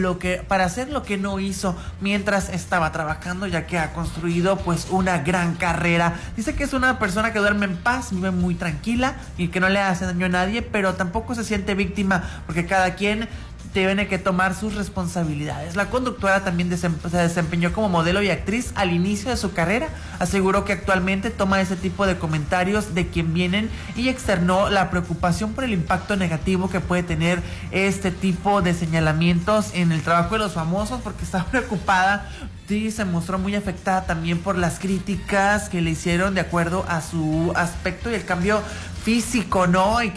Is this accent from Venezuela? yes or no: no; Mexico; Que nos ponen a bailar y a disfrutar y a saber realmente que somos mexicanos.